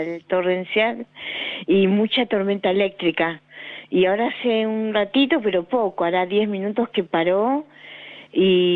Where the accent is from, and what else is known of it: Monte Grande, Buenos Aires Province, Argentina